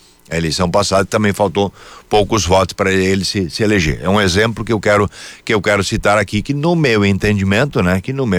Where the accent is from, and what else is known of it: upper Taquari Valley, Rio Grande do Sul, Brazil